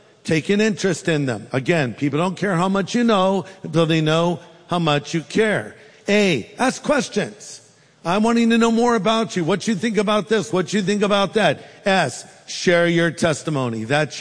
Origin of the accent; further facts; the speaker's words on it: California, United States; I'm from California.